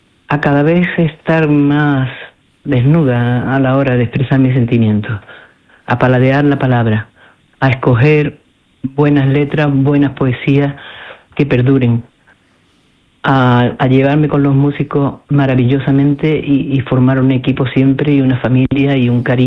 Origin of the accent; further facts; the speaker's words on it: Andalusia, Spain; Nos encanta llevar nuestra Andalucía donde quiera que vayamos. Y siempre se nos nota en todo que estamos unidos, que somos andaluces